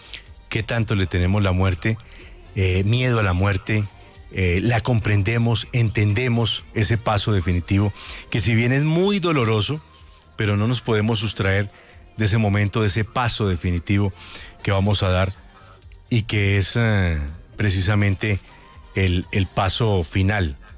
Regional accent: Colombia; para nosotros aquí en Colombia

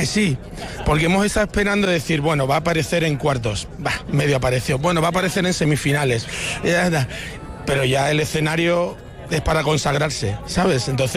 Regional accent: Spain

